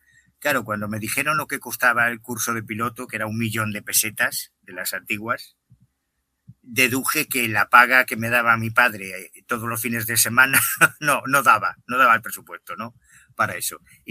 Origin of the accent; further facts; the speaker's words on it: Betanzos, Galicia, Spain; No, yo soy un chaval de Betanzos, de La Coruña, que ha visto un ovni, yo quiero hablar con piloto.